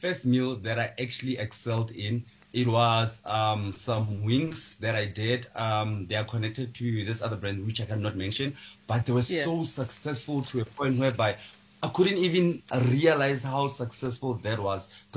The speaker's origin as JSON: {"language": "English", "town": "Pretoria", "region": "Gauteng", "country": "South Africa", "tie": "born there", "said": "I was born in Pretoria. I'm very comfortable with the language. Yes, Pitori, we call it Spitori. It's a subcultural language that we have in Pretoria."}